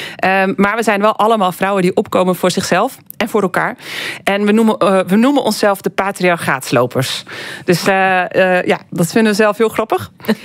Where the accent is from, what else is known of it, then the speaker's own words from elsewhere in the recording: Drenthe, Netherlands; accent: Drents; ouders samen Drents. Maar zo gauw ze dan tegen ons praten, dan gingen ze over in het Nederlands. En wij spraken Nederlands met elkaar.